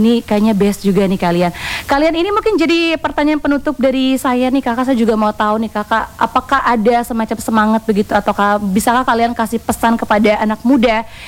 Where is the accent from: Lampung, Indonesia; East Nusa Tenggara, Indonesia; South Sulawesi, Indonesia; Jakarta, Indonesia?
East Nusa Tenggara, Indonesia; Ende; apalagi musik-musik atau lagu-lagu daerah dari asal kita Ende ini kalian.